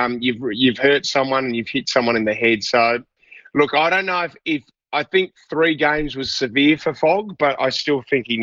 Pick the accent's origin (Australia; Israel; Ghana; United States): Australia; Adelaide, South Australia; I mean, God, we're from Adelaide. We're used to the cold.